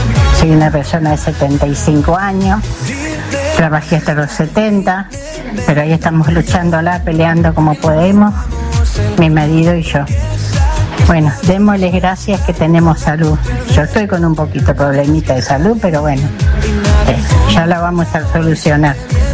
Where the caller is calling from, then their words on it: Moreno, Buenos Aires Province, Argentina; soy de Moreno.